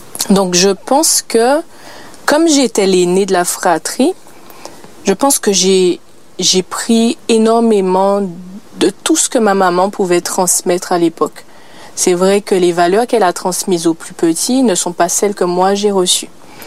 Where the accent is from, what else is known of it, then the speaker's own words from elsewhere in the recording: Petit-Bourg, Guadeloupe; now in Martinique; Alors, je ne suis pas originaire de la Martinique. Je suis de l'île d'à côté, donc je suis de la Guadeloupe. Donc, j'ai grandi à Petitbourg en Guadeloupe.